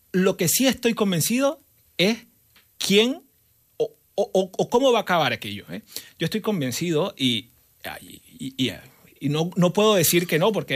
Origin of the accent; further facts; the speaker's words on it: Coro, Falcón, Venezuela; now in Catalonia, Spain; lo que pasa particularmente en mi pueblo, porque yo sigo siguiendo que yo soy coreano, falconiano y venezolano